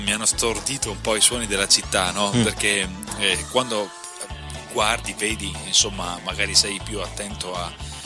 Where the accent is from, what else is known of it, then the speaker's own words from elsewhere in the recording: Polesella, Veneto, Italy; now in Padua, Italy; Io sono originario di Rovigo, cioè di Polesella, in provincia di Rovigo.